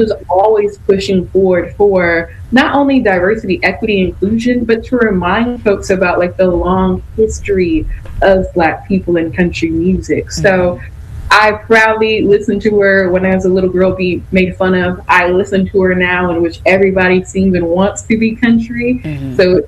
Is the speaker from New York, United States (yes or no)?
no; Texas, United States; I'm from Texas, so I grew up with country music.